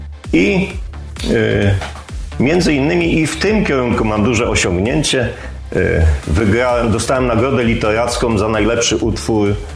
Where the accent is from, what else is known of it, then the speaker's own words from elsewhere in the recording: Mogilno, Kuyavian-Pomeranian Voivodeship, Poland; born there; now in Inowrocław, Poland; Wszyscy się dziwią właśnie. Urodziłem się w Mogilnie, czyli